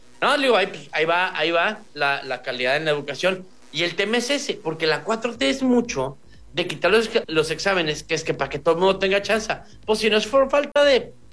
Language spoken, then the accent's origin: Spanish; Mexico; Yo soy mexicano y yo acepto mi realidad.